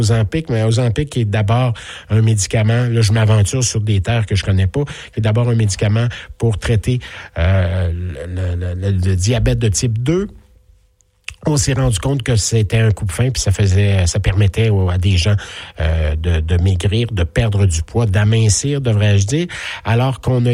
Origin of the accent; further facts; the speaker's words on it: Quebec, Canada; en Mauricie, Bois-Franc, dans mon coin de pays, à moi d'où je viens.